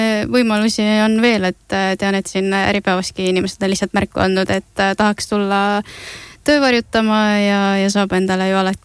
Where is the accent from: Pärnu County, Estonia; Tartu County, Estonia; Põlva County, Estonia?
Põlva County, Estonia; olen isegi Põlvamaalt pärit ja teeb ka ennast nii-öelda väiksest kohast tulles murelikuks see, kuidas kõik liigub ikkagi Tallinna suunas.